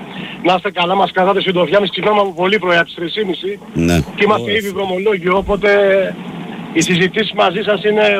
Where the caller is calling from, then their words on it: Petroupoli, Attica, Greece; από Πετράλωμα Πετρούπολη.